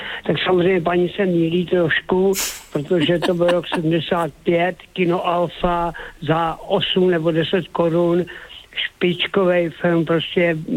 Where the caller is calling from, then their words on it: Prague, Czechia; a já jsem taky ze Žižkova.